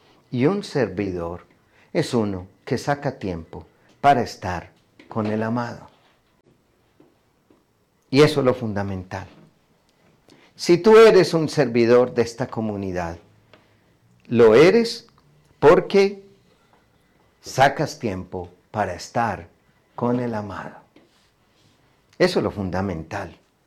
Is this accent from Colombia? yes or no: yes; Colombia; en mi país, en Colombia